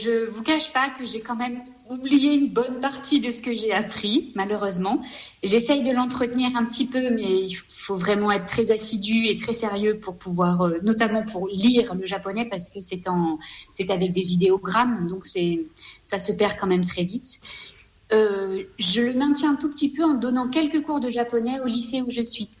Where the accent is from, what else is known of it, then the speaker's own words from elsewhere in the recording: Marseille, Provence-Alpes-Côte d'Azur, France; moved away as an adult; also born or lived in La Mure, Isère / Aubagne / La Ciotat / Drôme; now in Ardèche, France; Alors, je ne suis pas originaire de la région puisque je suis née à Lamur, en Isère, mais je n'ai pas vraiment connu cette région-là. Très rapidement, on a déménagé à Marseille. Donc, j'ai passé presque toute ma vie du côté de Marseille, à Aubagne, à La Ciotat, enfin voilà, au bord de la mer.